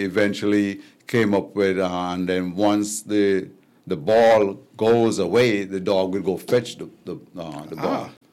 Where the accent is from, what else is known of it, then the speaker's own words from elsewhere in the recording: Challengers, St. Kitts & Nevis; moved away; also born or lived in Sandy Point / Basseterre; I am from Challengers Village. As a matter of fact, I went to school in Sandy Point my first several years in my childhood.